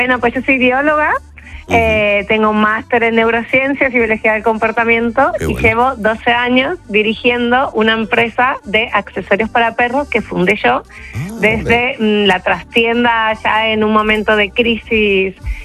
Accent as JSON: {"language": "Spanish", "country": "Argentina", "lives_now": "Seville, Spain", "said": "Sí, soy argentina, pero desde Sevilla."}